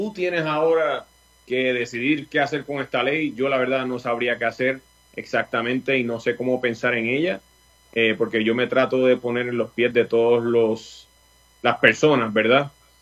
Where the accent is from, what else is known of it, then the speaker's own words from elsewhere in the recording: Puerto Rico; now in United States; legalmente sí soy estadounidense, pero ya saben todos que culturalmente soy puertorriqueño.